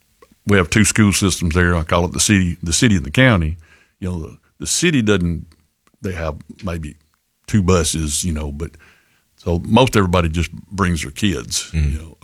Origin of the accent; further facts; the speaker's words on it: Coleman, United States; Well, growing up in Coleman, I got to experience some of the old Allstate.